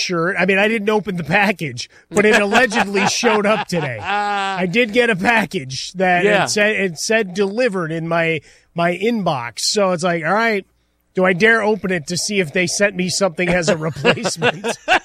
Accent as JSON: {"language": "English", "town": "Chicago", "region": "Illinois", "country": "United States", "said": "Like I'm from Chicago."}